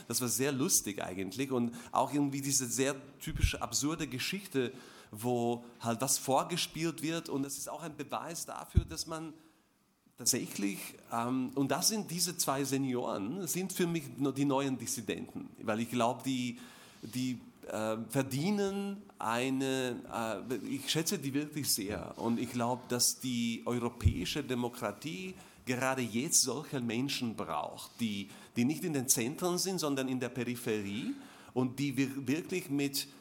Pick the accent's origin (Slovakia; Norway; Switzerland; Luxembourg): Slovakia; Und ich bin auch eine politische Person in meiner Heimat Slowakei.